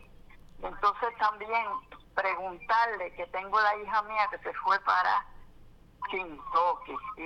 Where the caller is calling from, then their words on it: Sabana Grande, Puerto Rico; Yo soy de Sabana Grande.